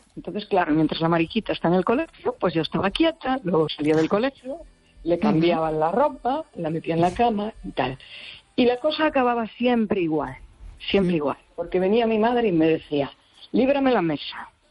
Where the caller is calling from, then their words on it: Galicia, Spain; del Barbanza.